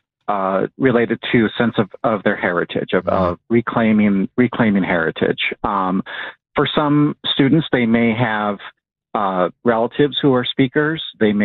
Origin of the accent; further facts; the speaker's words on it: United States; I'm not Irish, I'm American